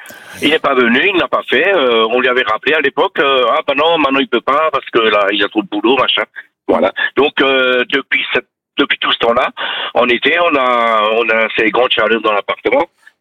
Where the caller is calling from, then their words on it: Eckbolsheim, Grand Est, France; je vous appelle du Barin à Eckbolsheim, à côté de Strasbourg.